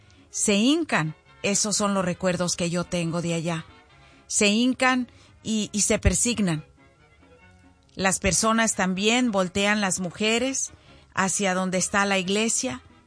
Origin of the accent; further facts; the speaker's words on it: Zacualco de Torres, Jalisco, Mexico; moved away; para todos los de Zacualco de Torres y todos los que son de ese barrio que dicen que es el más feo de mi pueblo, el de la Cruz Verde. Ahí donde yo crecí, donde fui muy feliz de niña, donde corrí, donde me peleé, donde me caí.